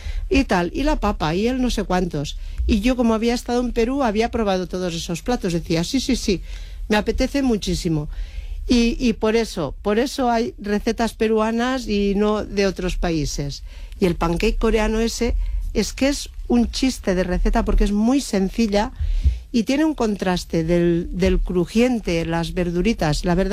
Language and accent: Spanish; Lleida, Catalonia, Spain